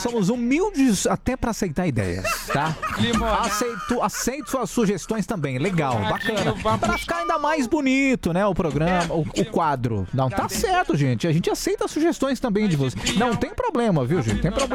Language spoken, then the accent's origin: Portuguese; Rio de Janeiro, Brazil; Eu sou de Oswaldo Cruz. Alô, Oswaldo Cruz, bom dia.